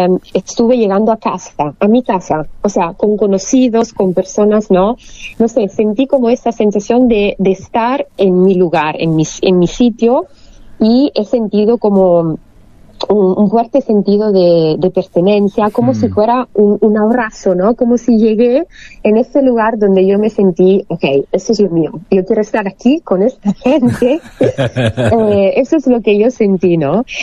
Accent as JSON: {"language": "Spanish", "country": "Italy", "tie": "born there", "second_language": "Spanish", "lives_now": "Turin, Italy", "said": "Cuando volví a Italia fue bajar al río de mi pueblito, no de Torino, sino de donde originariamente, donde sí. nací"}